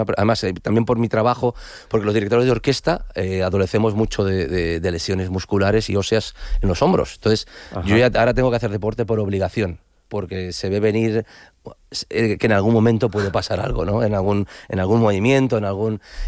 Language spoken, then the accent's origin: Spanish; Valencia, Valencian Community, Spain; born there; Yo vengo de Escolapios, de las escuelas pías en Valencia.